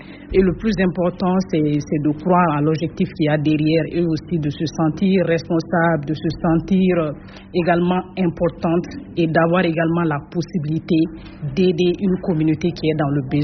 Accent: Mali

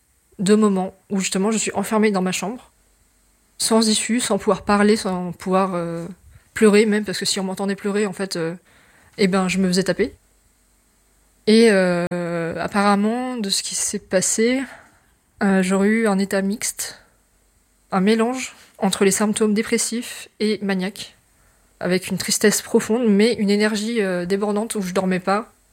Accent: Auvergne-Rhône-Alpes, France; J'ai grandi en Haute-Savoie, disons que mon parcours n'a pas été hyper facile.

